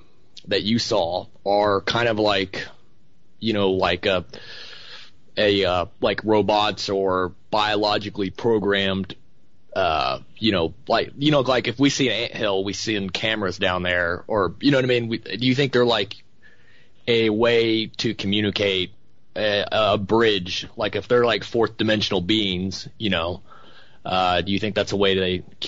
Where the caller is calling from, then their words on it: Oklahoma, United States; Oklahoma.